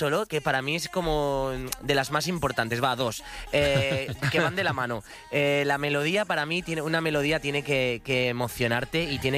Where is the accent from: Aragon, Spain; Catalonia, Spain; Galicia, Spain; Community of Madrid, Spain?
Catalonia, Spain; Sant Feliu de Llobregat; Desde San Feliu de Llobregat, mi pueblo